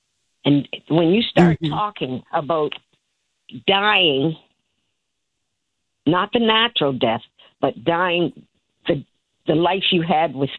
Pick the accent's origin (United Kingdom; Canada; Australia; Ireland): Canada; being a Canadian